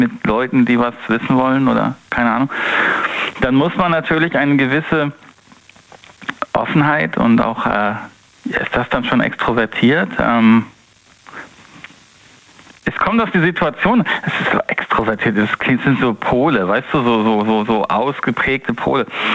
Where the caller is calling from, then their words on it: North Rhine-Westphalia, Germany; Ich komme aus dem Rhein-Sieg-Kreis.